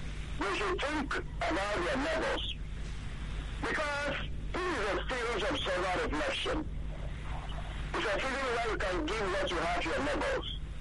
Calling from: Nigeria; from Nigeria

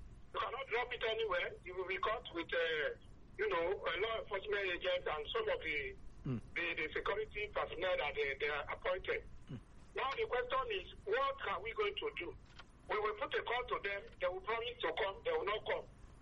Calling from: Lagos, Nigeria; I'm calling from Mero.

